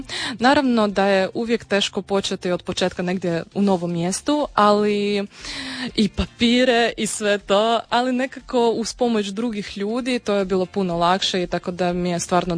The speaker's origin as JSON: {"language": "Croatian", "town": "Odesa", "region": "Odesa Oblast", "country": "Ukraine", "second_language": "Croatian", "moved": "yes", "lives_now": "Pula, Croatia", "said": "Ja sam iz Odese, iz grada na Crnom moru i stvarno jednog predivnog grada. U sedmom koljenu sam odesitka, moja sedam puta prabaka čak je gradila taj grad, tako da sam baš iz onog jednog predivnog ukrajinskog grada."}